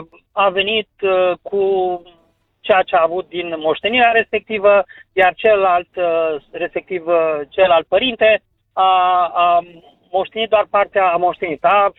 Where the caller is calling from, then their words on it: Baia Mare, Maramureș County, Romania; sunt din Baia Mare.